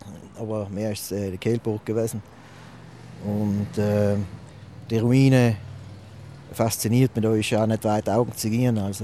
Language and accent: German; Gais, Trentino-Alto Adige, Italy; oberhalb von meiner Heimatgemeinde Gais. Ich wohne schon seit ich auf der Welt bin in Gais